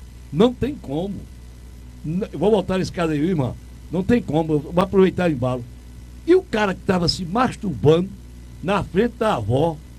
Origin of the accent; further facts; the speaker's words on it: Toritama, Pernambuco, Brazil; Eu sou daqui de Toritama.